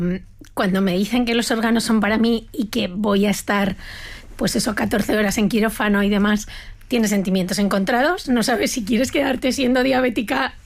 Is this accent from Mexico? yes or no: no; Galicia, Spain; now in Madrid, Spain; yo soy gallega, entonces mi familia vive en Galicia. Es verdad que mi familia cercana, mi pareja y demás, vivimos en Madrid